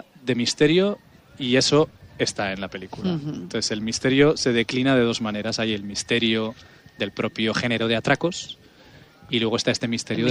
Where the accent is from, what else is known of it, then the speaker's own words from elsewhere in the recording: San Sebastián, Basque Country, Spain; now in Barcelona, Spain; yo soy de aquí, yo soy nacido, crecido en esta ciudad, o sea que soy de aquí. No, ellos saben que yo soy vasco, que soy donostiarra.